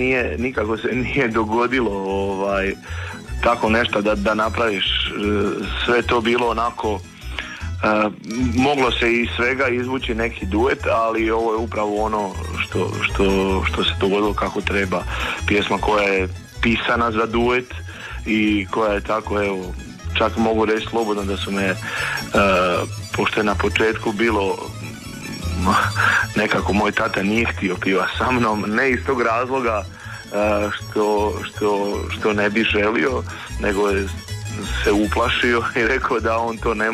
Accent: Slavonia, Croatia

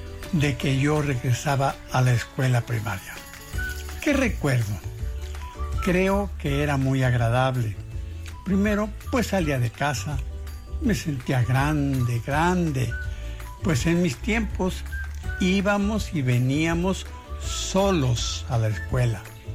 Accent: Guadalajara, Jalisco, Mexico; Guadalajara, mi ciudad natal, ya tenía 1,000,000 de habitantes.

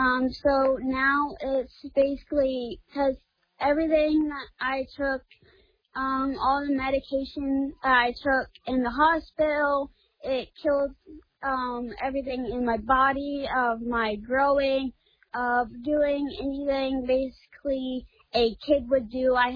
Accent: Cairo, Nebraska, United States; I'm from Cairo, Nebraska, a little small town west of Grand Island, Nebraska.

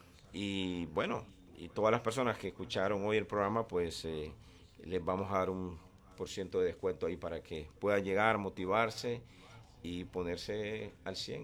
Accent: Honduras; ¿de dónde sos? De Honduras.

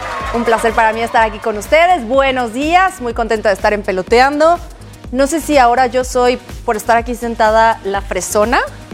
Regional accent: Monterrey, Nuevo León, Mexico; cuando era niña yo en Monterrey, porque allá nací, allá pasé mi infancia

